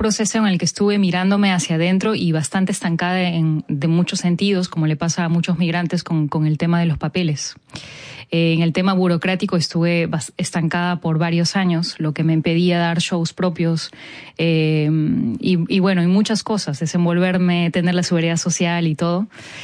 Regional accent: Trujillo, La Libertad, Peru; Sí, nací lejos. Soy de la costa peruana. Soy de Trujillo.

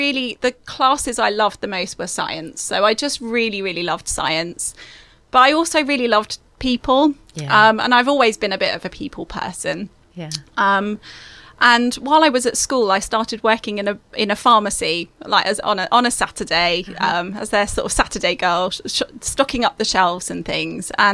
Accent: Diss, East of England, United Kingdom; So I grew up in Diss, which is sort of in the south of Norfolk, right near the train station.

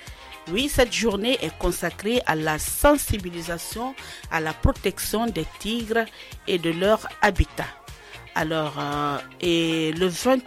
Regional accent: Guinea; chers auditeurs de la 935, commençons chez nous en Guinée.

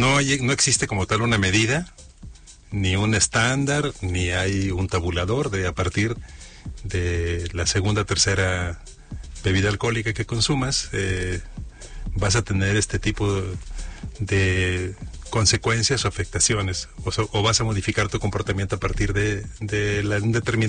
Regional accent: Mexico

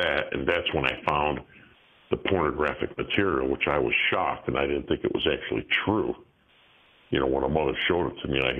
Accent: Chicago, Illinois, United States; I was raised in the Southwest Side, Italian Democrat union family. That's all I knew. You know, Dad worked for the city of Chicago.

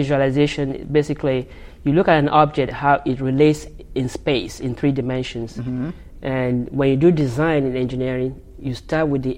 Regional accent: Nigeria; moved away as an adult; now in United States; I'm from Nigeria originally

